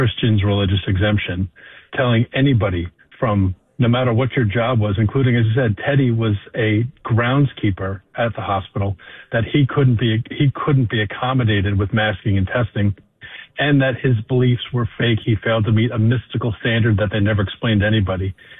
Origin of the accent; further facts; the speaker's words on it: Staten Island, New York, United States; I'm originally from Staten Island of Brooklyn.